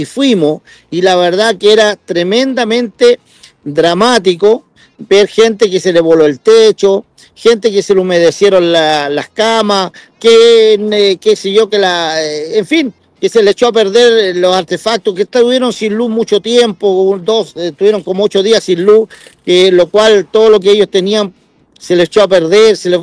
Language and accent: Spanish; Chile; lo solidario que somos los chilenos.